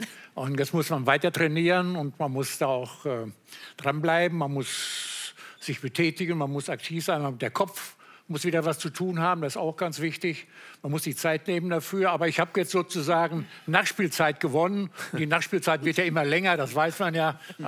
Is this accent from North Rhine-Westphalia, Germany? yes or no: yes; North Rhine-Westphalia, Germany; Ich komme aus dem Sauerland, da kann ich aus meiner Jugend den Spruch